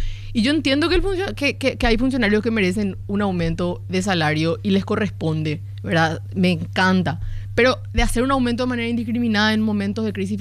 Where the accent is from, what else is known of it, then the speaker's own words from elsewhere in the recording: Asunción, Paraguay; yo soy asuncena y pago impuestos